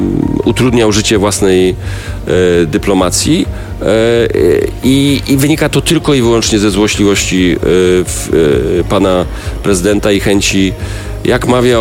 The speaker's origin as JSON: {"language": "Polish", "town": "Poznań", "region": "Greater Poland Voivodeship", "country": "Poland", "said": "Ja jestem z Poznania, nie z Krakowa"}